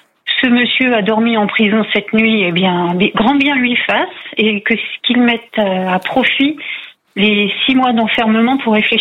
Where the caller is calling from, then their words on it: Guyancourt, Île-de-France, France; De Guyancourt, dans les Yvelines.